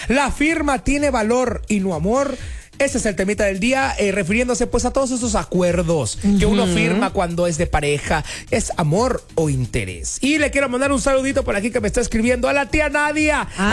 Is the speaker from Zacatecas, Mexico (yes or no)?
no; Alvarado, Veracruz, Mexico; Ya no me quiero ir, pero pues las tareas de allá de mi pueblo, de Alvarado